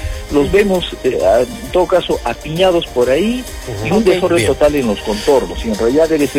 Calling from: Arequipa, Peru; Bueno, yo le hablo desde Caima.

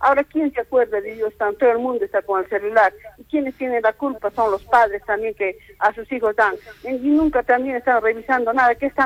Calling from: Arequipa, Peru; Yo estoy llamando de Alto Caima

